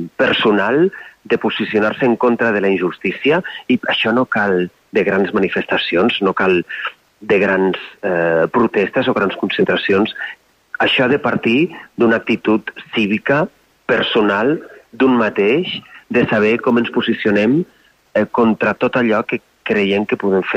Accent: Valencia, Valencian Community, Spain; jo soc de València, per tant reivindico també la mediterraneïtat de la meva terra

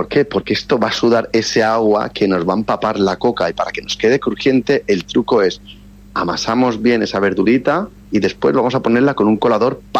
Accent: Balearic Islands, Spain; Pero como buen mallorquín que soy o buen mediterráneo, tengo uno que es infalible.

